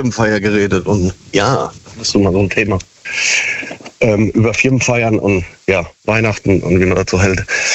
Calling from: Siegen, North Rhine-Westphalia, Germany

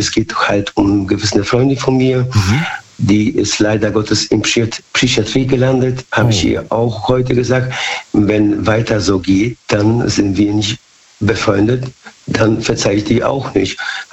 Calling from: Bad Godesberg, North Rhine-Westphalia, Germany; Aus Bad Godesberg, haben wir schon gesprochen.

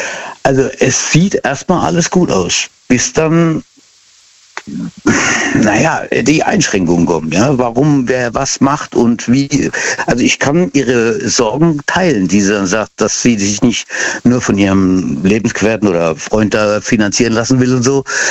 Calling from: Baden-Württemberg, Germany; Ich komme aus dem Rhein-Neckar-Kreis, aus dem Mannheimer Raum.

